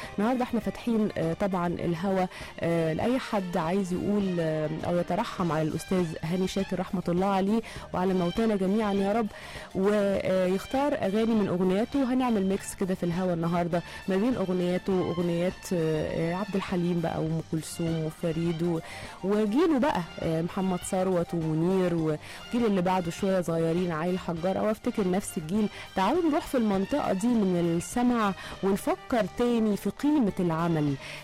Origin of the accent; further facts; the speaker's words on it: Egypt; شخصياتنا كمصريين